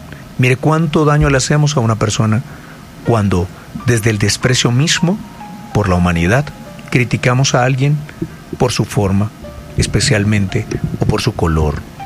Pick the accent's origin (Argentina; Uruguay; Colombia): Colombia